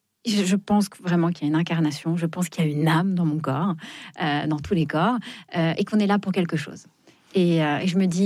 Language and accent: French; Fontainebleau, Île-de-France, France; born or raised there